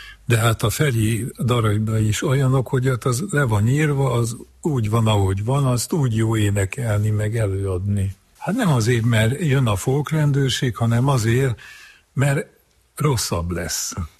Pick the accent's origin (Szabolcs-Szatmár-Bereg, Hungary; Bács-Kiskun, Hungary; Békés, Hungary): Bács-Kiskun, Hungary; Kecskemét; now in Budapest, Hungary; Én vidéki vagyok, úgyhogy nem Budapesten hallottam élőbe